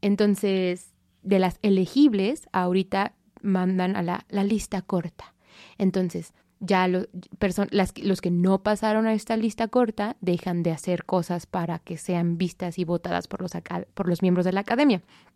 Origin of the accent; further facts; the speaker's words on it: Mexico City, Mexico; now in New York, United States; Sí, crecí en la Ciudad de México, en un valle, pero yo soy hija del sol.